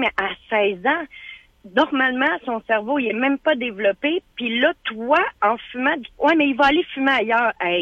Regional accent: Quebec City, Quebec, Canada; born there; Quand j'étais jeune, là, j'allais à Poly de Loretteville, là.

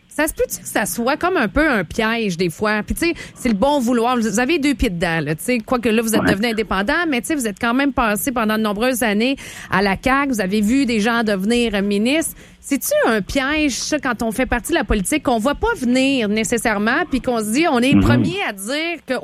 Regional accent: Quebec, Canada; c'est drôle parce qu'en tant que Québécois aussi, on demande toujours aussi plus de mesures.

